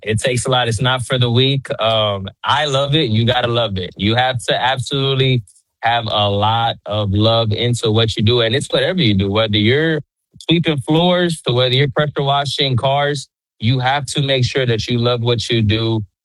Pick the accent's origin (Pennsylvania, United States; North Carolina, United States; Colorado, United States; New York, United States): New York, United States; now in Port Arthur, United States; I'm originally from New York. Been living in Port Arthur, Beaumont, Texas since 2009.